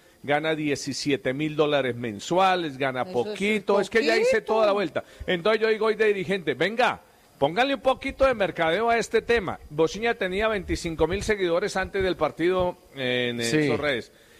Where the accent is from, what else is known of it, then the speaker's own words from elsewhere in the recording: Colombia; yo como dirigente colombiano estaría viajando ya a Atlanta